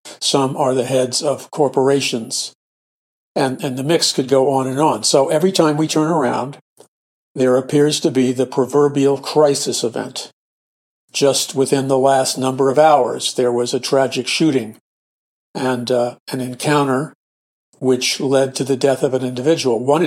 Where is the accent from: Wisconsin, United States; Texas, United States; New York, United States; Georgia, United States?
New York, United States; New York City; All my life growing up in New York City